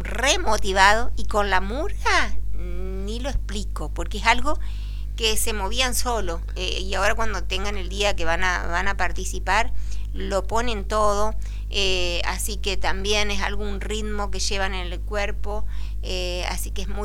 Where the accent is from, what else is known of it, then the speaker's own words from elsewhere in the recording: Reconquista, Santa Fe, Argentina; En nuestra historia de Reconquista, en nuestra historia de los barrios, siempre dije que voy a escribir de mi barrio, porque realmente es algo apasionante, de donde yo nací, crié